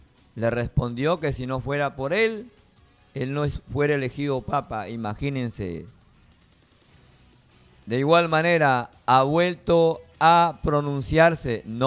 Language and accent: Spanish; Peru; Nosotros acá somos bendecidos de Dios en el Perú.